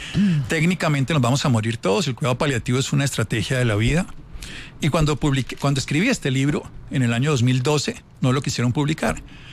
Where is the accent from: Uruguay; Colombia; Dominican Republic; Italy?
Colombia; Armero, Tolima; Yo soy de Armero, Tolima, 25.000 personas murieron hace 40 años. Conozco esta historia.